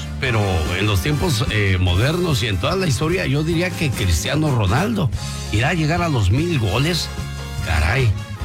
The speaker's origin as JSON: {"language": "Spanish", "country": "Mexico", "said": "sí, como buenos mexicanos"}